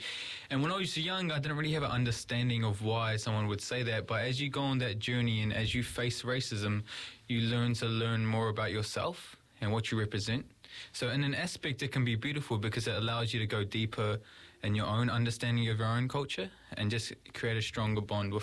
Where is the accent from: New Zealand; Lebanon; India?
New Zealand; Hastings, Hawke's Bay; experiencing this in Hastings and Hawke's Bay